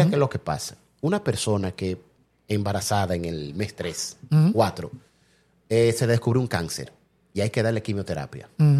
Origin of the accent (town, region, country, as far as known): Dominican Republic